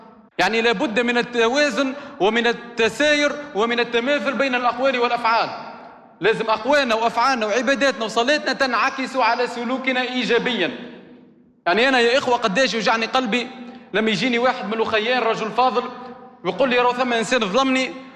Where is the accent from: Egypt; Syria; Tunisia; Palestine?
Tunisia; في بلادنا تونس